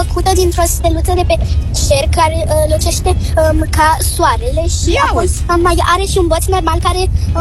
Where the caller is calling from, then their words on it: Iași, Iași County, Romania; din Iași, am 7 ani